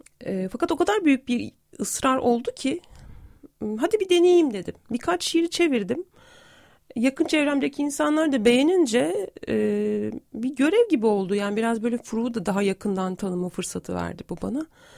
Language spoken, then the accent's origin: Turkish; Ankara, Turkey; now in Istanbul, Turkey; 2002 yılında geldim ben İstanbul'a, Ankara'dan geldim. Bir Ankaralıyım aslında.